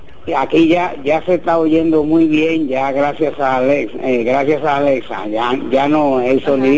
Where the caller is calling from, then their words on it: Jarabacoa, La Vega, Dominican Republic; de Jarabacoa, un oyente del plato del día.